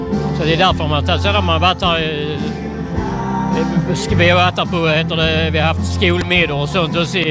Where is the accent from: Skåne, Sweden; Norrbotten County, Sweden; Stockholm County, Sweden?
Skåne, Sweden; Bara; born or raised there